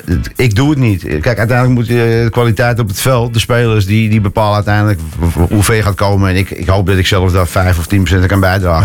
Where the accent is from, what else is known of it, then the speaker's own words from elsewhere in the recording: Amsterdam, North Holland, Netherlands; En ik ben zelf een Amsterdammer.